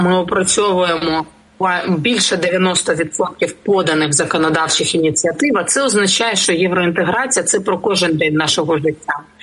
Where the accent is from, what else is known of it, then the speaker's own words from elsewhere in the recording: Kharkiv, Kharkiv Oblast, Ukraine; вчора в моєму рідному Харкові.